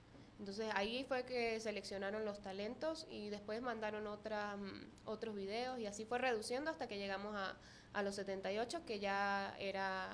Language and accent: Spanish; Mérida, Venezuela; sobre todo acá a la emisora y a las personas de mi pueblo, como también quiero agradecerle a la gobernación del estado Mérida que me aportó con los pasajes